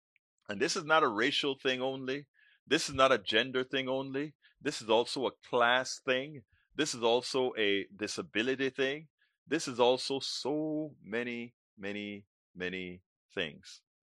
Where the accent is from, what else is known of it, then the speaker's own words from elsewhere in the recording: Panama; I'm from a Caribbean Latino family, right? I'm from Panama.